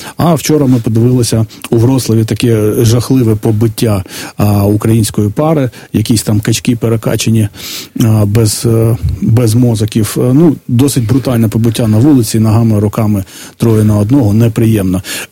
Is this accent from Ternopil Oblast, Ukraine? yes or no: no; Vinnytsia, Vinnytsia Oblast, Ukraine; now in Kyiv, Ukraine; Я родом з Вінниці.